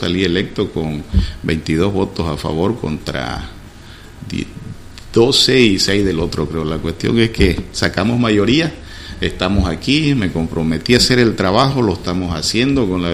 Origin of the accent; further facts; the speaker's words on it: San Borja, Beni, Bolivia; Yo soy de San Borja, oriundo de San Borja. Mi padre es de San Ignacio de Mojos, que va a estar en fiesta este fin de mes, y mi madre es de San Borja.